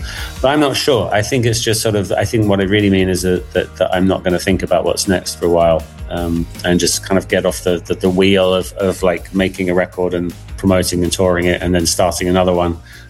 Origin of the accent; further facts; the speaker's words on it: England, United Kingdom; Yeah, I think as an Englishman, I'm supposed to say tea